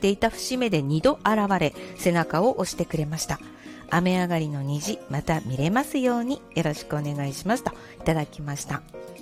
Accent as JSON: {"language": "Japanese", "region": "Hokkaido", "country": "Japan", "accent": "Hokkaido dialect", "said": "たまに職場でね北海道弁の話になるんです。で、私なんか結構なまってるんで"}